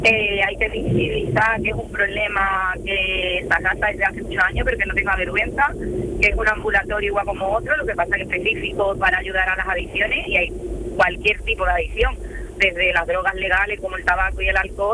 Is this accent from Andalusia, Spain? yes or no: yes; Cádiz, Andalusia, Spain; now in San Fernando, Spain; Soy de Cádiz, vivo en San Fernando y voy para la línea.